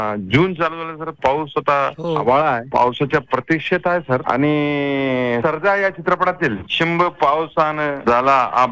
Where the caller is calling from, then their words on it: Kundalwadi, Maharashtra, India; आमच्या गाव कुंडलवाडी आहे